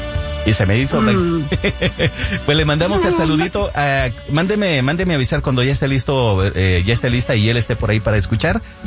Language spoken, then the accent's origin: Spanish; Italy; Es que nosotros somos de Italia, nosotros venimos comiendo todo eso, lo que es pasta.